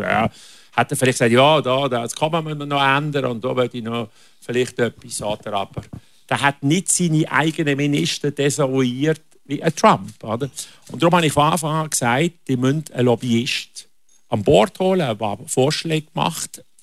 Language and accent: German; Switzerland; als Diplomat oder als Schweizer kann man gut zu Demokraten stehen